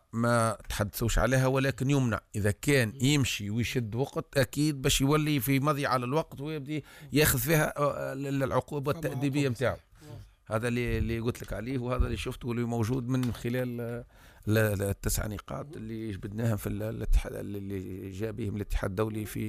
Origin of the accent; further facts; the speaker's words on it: Tunisia; احنا في تونس